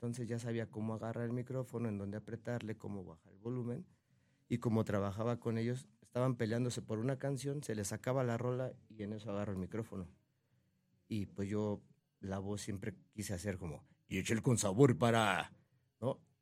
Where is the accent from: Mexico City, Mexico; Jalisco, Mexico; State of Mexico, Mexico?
Mexico City, Mexico; ahí en el barrio, en Leyes